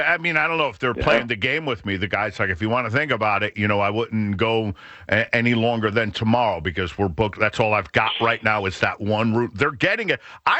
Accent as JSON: {"language": "English", "region": "New England", "country": "United States", "said": "But I spent my summers in Rhode Island as the New Englander, that I am."}